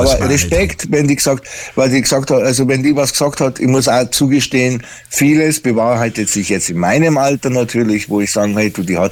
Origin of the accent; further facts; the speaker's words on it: Germany; born there; ich fühle mich natürlich, dass ich hier schon lange Jahre lebe und hier geboren bin, eher als mehr Deutsch als wie Italiener.